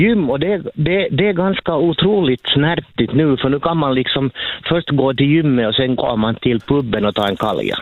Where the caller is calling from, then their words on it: Hindhår, Uusimaa, Finland; från Hindhår.